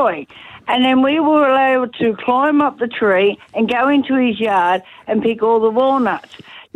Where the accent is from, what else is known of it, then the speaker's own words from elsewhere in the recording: Emu Plains, New South Wales, Australia; I grew up in Emu Plains and we had a park down the road and we built a cubby house in one of the trees.